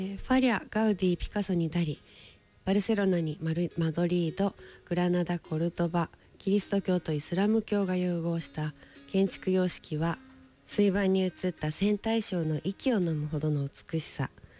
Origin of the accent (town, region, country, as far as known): Mito, Ibaraki, Japan; born or raised there; moved away